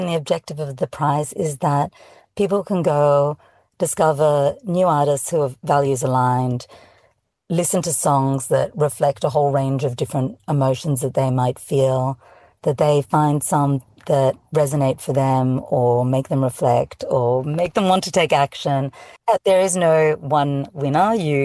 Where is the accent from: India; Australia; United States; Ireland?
Australia; And obviously, as an Australian, many of us live on the coastline and have this deep longing to return to the ocean.